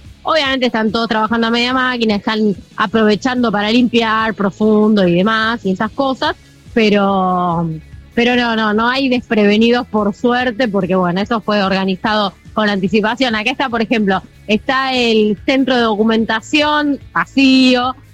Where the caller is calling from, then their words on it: Argentina; acá en Argentina no decimos así.